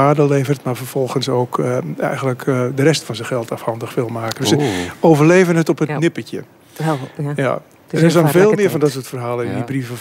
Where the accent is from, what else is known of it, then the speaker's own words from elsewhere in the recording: Culemborg, Gelderland, Netherlands; ik kom uit Culemborg.